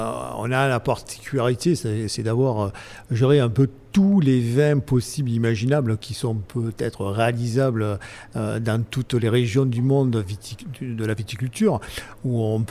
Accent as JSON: {"language": "French", "town": "Limoux", "region": "Occitanie", "country": "France", "tie": "born or raised there", "said": "ma région natale, qui est Limoux"}